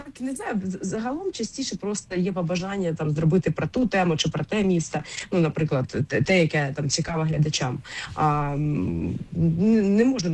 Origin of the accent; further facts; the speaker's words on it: Kharkiv, Kharkiv Oblast, Ukraine; Я сама з Харкова. Родом.